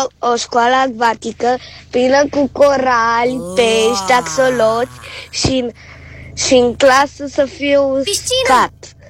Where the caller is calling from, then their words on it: Bucharest, Romania; din București, am 8 ani.